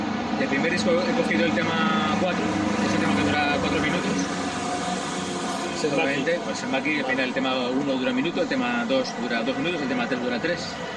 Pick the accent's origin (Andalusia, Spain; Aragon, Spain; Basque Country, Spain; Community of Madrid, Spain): Basque Country, Spain; Yo vengo de Berges, que es un pueblo más pequeño, menos ruidoso, pero en efecto, pero al final tiene su óxido, tío, pero es un óxido amable, tío